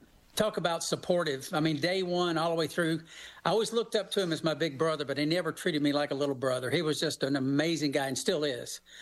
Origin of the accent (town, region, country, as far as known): Tennessee, United States; born there